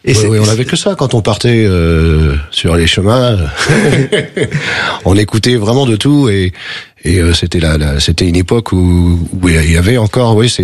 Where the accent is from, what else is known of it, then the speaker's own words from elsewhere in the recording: Saint-Brieuc, Brittany, France; also born or lived in Trégueux; j'ai grandi notamment, oui, à Saint-Brieuc.